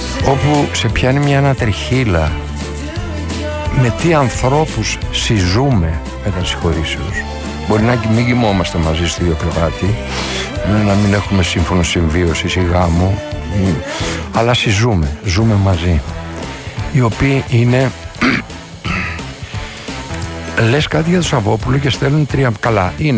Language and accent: Greek; Greece; Θα ήμασταν ωραίοι ως Έλληνες